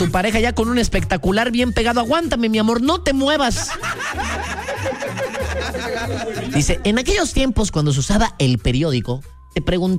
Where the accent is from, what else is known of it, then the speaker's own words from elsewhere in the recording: Mexico; somos mexicanos.